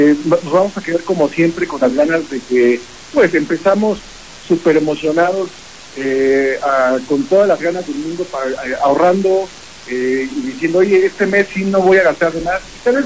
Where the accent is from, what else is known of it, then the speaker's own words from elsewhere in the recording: Mexico; Nosotros los mexicanos